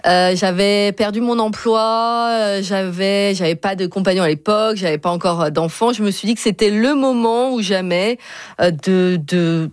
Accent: Nantes, Pays de la Loire, France; now in Ontario, Canada; Et nous, on vient de près de la, enfin, on vient de Nantes, qui est pas officiellement Bretagne, mm-hmm. et pas très loin de la Bretagne.

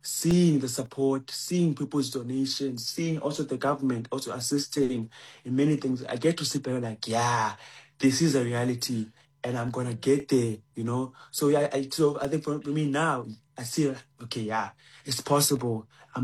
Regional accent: Dantane, Eastern Cape, South Africa; First of all, I also don't come from a fancy place. I am from Dantane in the Eastern Cape, in a rural village, by the way, in Namkwan.

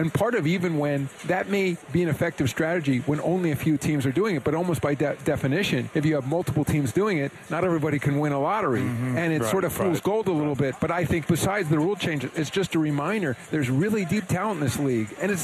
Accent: New York, United States; I'm a New Yorker

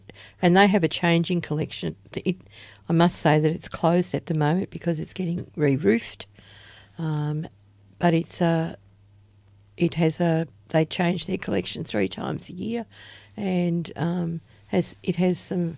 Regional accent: Maffra, Victoria, Australia; telling people about my hometown of MAFRA, because I was born there and I love it.

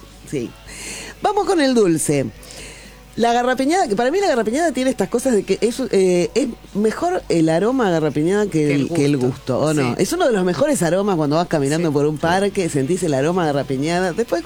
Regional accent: Buenos Aires, Argentina; yo soy de allá de Caballito

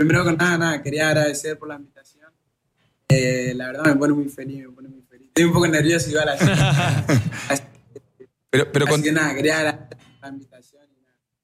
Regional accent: Argentina; also born or lived in Senegal; Me siento como que no nací en Argentina, pero me siento como un argentino más porque crecí ahí. Es más, mismo de Senegal, no sé muchas cosas. Argentino de la cuna.

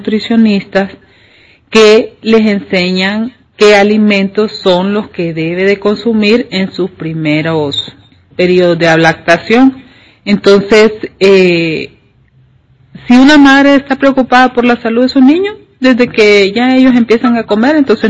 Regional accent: Honduras; nosotros somos, los hondureños

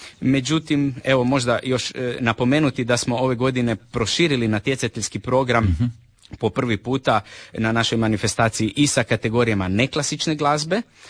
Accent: Istria County, Croatia; mi to najbolje znamo kod nas u Istri

